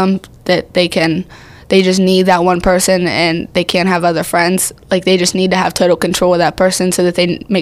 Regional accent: South Allegheny, Pennsylvania, United States; I'm 14, and I'm from South Allegheny.

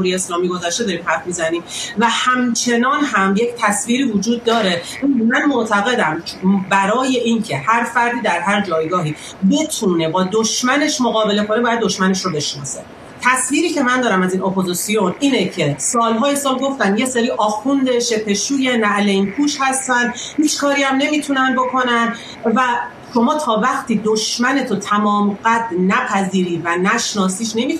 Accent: Iran; born there; moved away; ما تو همون ساختار ایدئولوژیک بزرگ شدیم، ما کشتی گرفتیم، جنگیدیم واسه زنده بودن تو اون کشور جنگیدیم.

